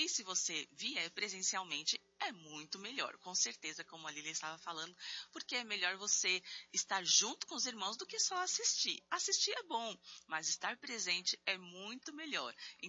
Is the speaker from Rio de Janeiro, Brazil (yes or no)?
yes; Rio de Janeiro, Brazil; Sou do Rio de Janeiro